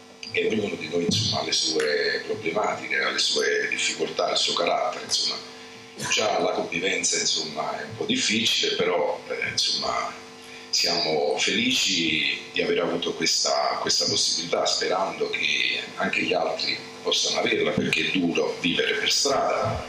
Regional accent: Fano, Marche, Italy; Buonasera … vengo da Fano e io sono uno dei padri separati che sta ospite in quella struttura.

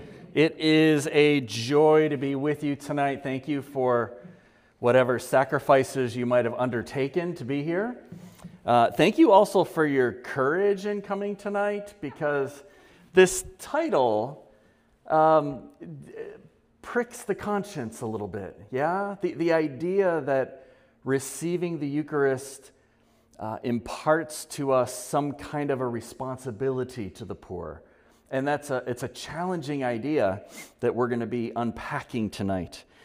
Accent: Scottsdale, Arizona, United States; now in Steubenville, United States; I grew up in Scottsdale, Arizona, in another warm weather climate, as a pretty typical Catholic kid

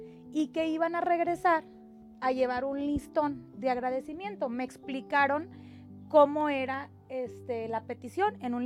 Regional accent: San Juan de los Arcos, Jalisco, Mexico; Originalmente soy de San Juan de los Arcos, un poblado muy cerquita a Tala, pero para que me ubique el mejor, de Tala, Jalisco.

